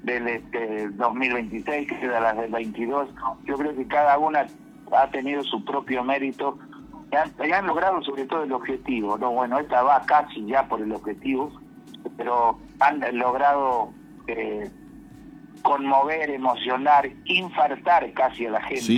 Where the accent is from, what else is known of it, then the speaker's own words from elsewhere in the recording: Argentina; como argentino digo que gane Argentina